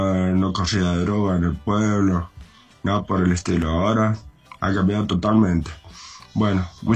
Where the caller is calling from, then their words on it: Santa Rosa, Mendoza, Argentina; soy de Santa Rosa, Mendoza